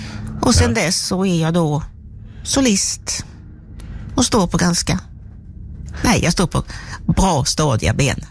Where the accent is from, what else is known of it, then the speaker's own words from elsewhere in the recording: Steninge, Halland County, Sweden; now in Växjö, Sweden; Jag är ju som från Steninge, det ligger vid havet alldeles, och vårt gamla hus som finns kvar, det ligger nära havet